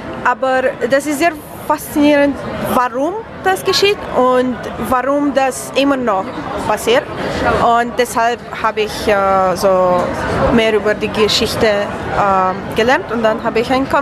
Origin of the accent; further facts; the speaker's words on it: Romania; German is a second language; So, ich bin aus Rumänien und ich war vor 3 Jahren in Madrid und ich habe den Corrida gesehen